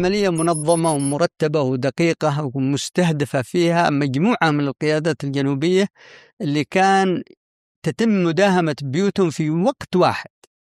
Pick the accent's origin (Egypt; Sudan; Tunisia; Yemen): Yemen; Shabwah; قلت أنا من شبوة